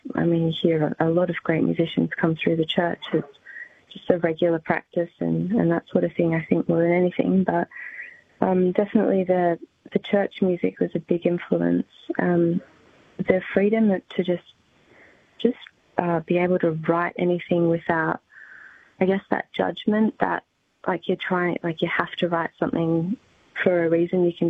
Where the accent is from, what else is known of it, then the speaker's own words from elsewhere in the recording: Broken Hill, New South Wales, Australia; now in Adelaide, Australia; I absolutely love Broken Hill. I loved growing up there.